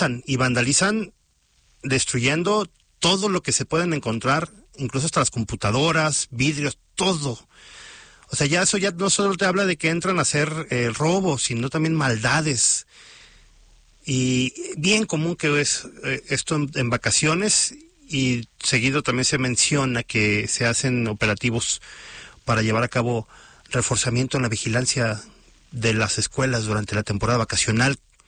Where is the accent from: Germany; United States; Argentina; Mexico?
Mexico; Ya sabe cómo somos, le digo, los latinos y los mexicanos.